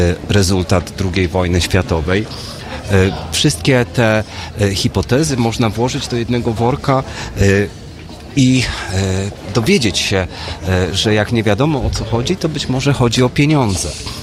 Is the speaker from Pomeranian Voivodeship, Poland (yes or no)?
no; Wałbrzych, Lower Silesian Voivodeship, Poland; U nas w Wałbrzychu, w mieście pogórniczym